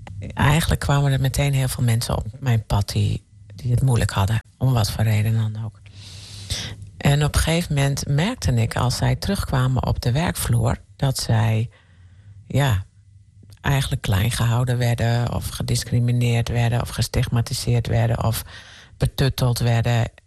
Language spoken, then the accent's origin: Dutch; northern Netherlands, Netherlands; accent: northern; now in Eindhoven area, Netherlands; Mensen zouden het niet denken aan mijn tongval. Ik heb een noordelijke tongval, maar ik woon nu helemaal in Noord-Brabant. Vlakbij Eindhoven.